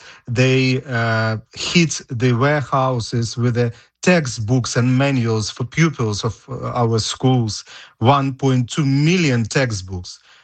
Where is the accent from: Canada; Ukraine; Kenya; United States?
Ukraine; Mariupol, Donetsk Oblast; English is a second language; Originally, I'm from Mariupol. They destroyed my city. They killed there at least 100,000 people.